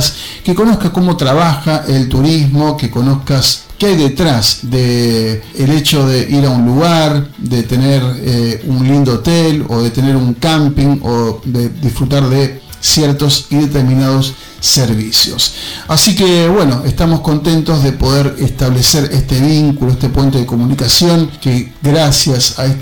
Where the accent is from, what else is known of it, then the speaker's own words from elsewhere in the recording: Argentina; para nosotros los argentinos